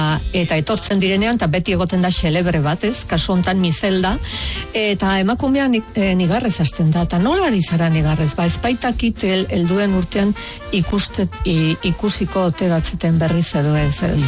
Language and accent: Basque; Baztan, Navarre, Spain